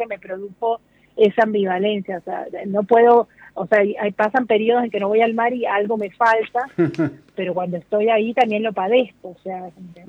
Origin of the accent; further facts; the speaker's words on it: Caribbean Region, Colombia; mujeres que o trabajaron en mi casa de chica, que en Colombia eso también era bastante, o es, en el Caribe sobre todo